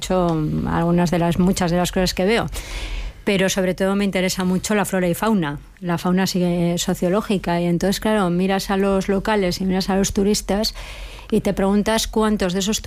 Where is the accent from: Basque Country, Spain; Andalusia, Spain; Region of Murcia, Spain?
Basque Country, Spain; also born or lived in San Sebastián; Euskadi, que está, lo digo porque yo soy vasca.